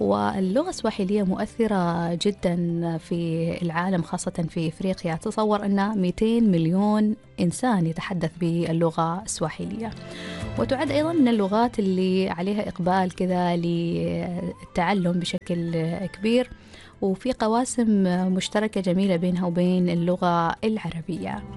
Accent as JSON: {"language": "Arabic", "country": "Oman", "said": "في أشخاص أيضا عندنا في عمان ما شاء الله يتكلموا مثلا اللغة الهندية أو الملبارية وكذلك، لأن عندنا نسبة أيضا من الوافدين العاملين هنا في سلطنة عمان."}